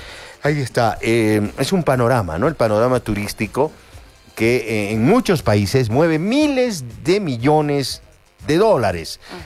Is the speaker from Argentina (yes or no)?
no; Bolivia